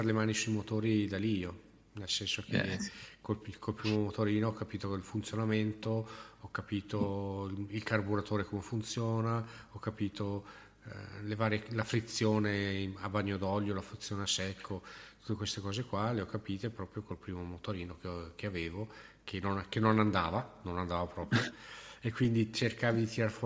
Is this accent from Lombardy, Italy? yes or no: yes; Bergamo, Lombardy, Italy; io sono di Bergamo